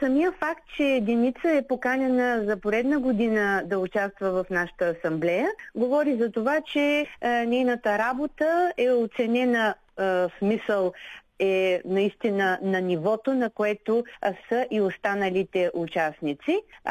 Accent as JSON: {"language": "Bulgarian", "town": "Gabrovo", "region": "Gabrovo Province", "country": "Bulgaria", "tie": "born or raised there", "also_born_or_lived": "Tryavna / Veliko Tarnovo", "moved": "as an adult", "lives_now": "Istanbul, Turkey", "said": "Аз съм родена в Габрово, учила съм до средното си образование и висшето тук в България."}